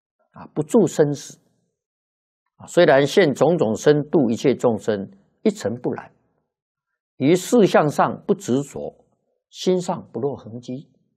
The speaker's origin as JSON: {"language": "Chinese", "country": "China"}